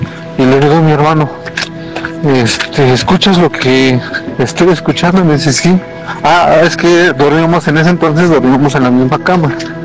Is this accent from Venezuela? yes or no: no; Pachuca, Hidalgo, Mexico; soy de Pachuca Hidalgo